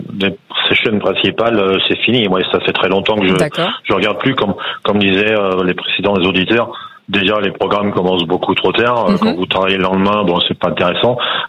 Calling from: Chemillé-en-Anjou, Pays de la Loire, France; Chemillé en Anjou.

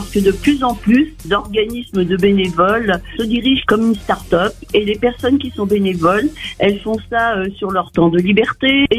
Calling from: Narbonne, Occitanie, France; J'appelle de Narbonne

